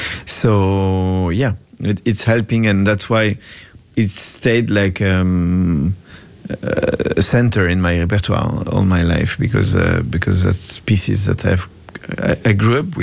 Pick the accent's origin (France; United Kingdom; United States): France; I grew up in France